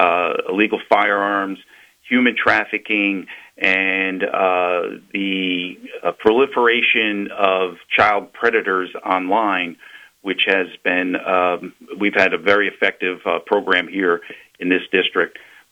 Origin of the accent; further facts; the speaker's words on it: Croton-on-Hudson, New York, United States; I grew up in Croton-on-Hudson, New York, just a couple miles south of our last great governor, George E. Pataki, in Peekskill, New York. So it's just a couple miles south of that on the Hudson River. Grew up blue collar.